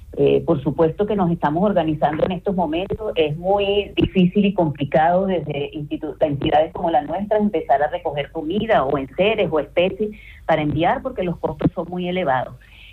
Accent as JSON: {"language": "Spanish", "country": "Venezuela", "moved": "yes", "lives_now": "Canary Islands, Spain", "said": "así somos los venezolanos."}